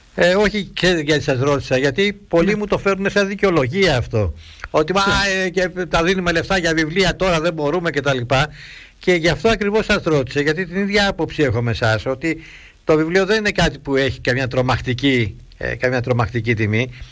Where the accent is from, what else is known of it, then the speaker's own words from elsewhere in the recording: Greece; είμαστε Έλληνες